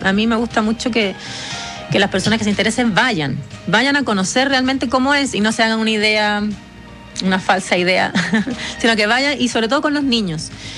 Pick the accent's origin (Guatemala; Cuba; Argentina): Cuba; now in Chile; Yo soy cubana y chilena.